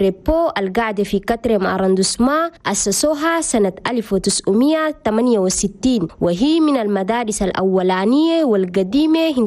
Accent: Chad; القدروا لقوا مناصب كبيرة في بلدنا تشاد.

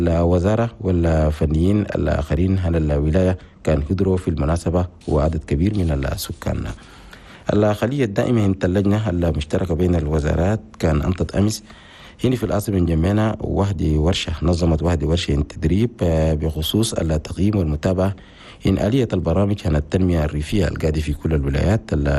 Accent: Chad; في مدينة أمس في جنوب بلدنا تشاد

